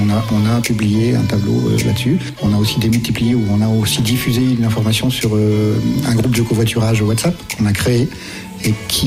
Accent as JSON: {"language": "French", "town": "Poule-les-Écharmeaux", "region": "Auvergne-Rhône-Alpes", "country": "France", "said": "je viens de Poules-les-Écharmeaux, dans le Beaujolais Vert."}